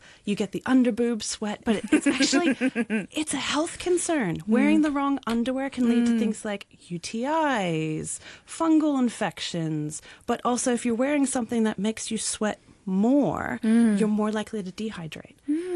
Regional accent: Australia; now in Hong Kong; I grew up in Australia.

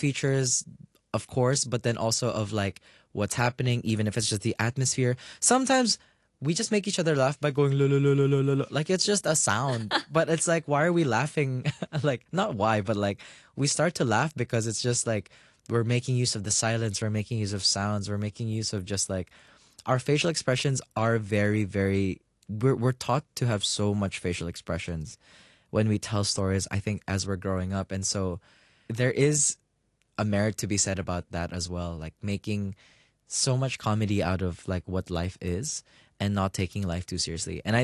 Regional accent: Philippines; And I acknowledge those, but not to the point that I'd reject or deny my responsibilities as a Filipino.

